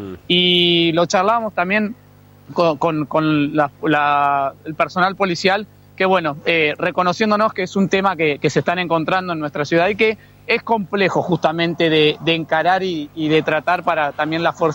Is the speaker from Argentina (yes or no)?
yes; Cipolletti, Río Negro, Argentina; yo al ser una persona nacida y criada en Cipolletti